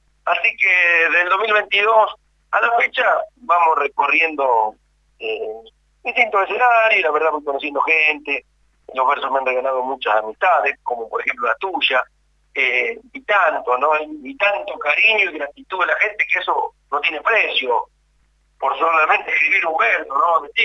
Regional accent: Carmen de Areco, Buenos Aires Province, Argentina; Yo soy de Carmen de Areco, Carmen, que no es lo mismo que San Antonio de Areco.

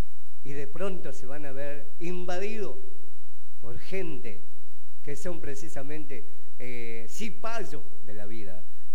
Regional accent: Argentina; Así que le voy a decir simplemente que es mi nobleza, como hombre, como argentino. Yo conozco mi patria

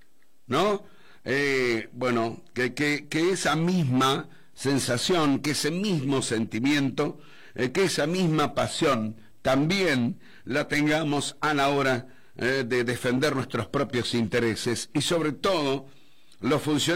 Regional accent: Argentina

